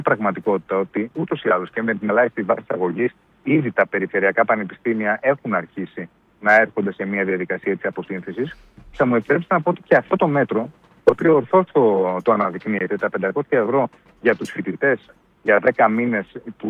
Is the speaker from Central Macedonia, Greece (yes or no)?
yes; Serres, Central Macedonia, Greece; Είμαι από δύο χωριά χωριά της εδώ, από το Σκοπό και τη Μομονδιστιά, αν και Σέρες είναι η βάση.